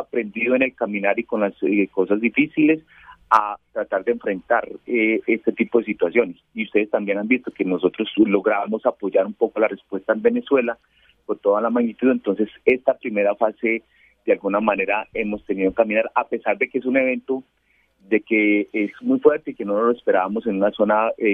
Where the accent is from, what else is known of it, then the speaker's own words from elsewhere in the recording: Pereira, Risaralda, Colombia; born there; yo soy de Pereira, nacido en Pereira, y estoy en proceso de desplazarme para mi ciudad.